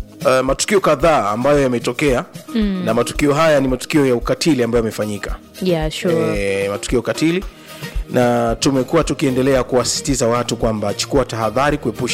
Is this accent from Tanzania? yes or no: yes; Makete, Njombe, Tanzania; moved away; Nilikuwa niko nyumbani Makete pale.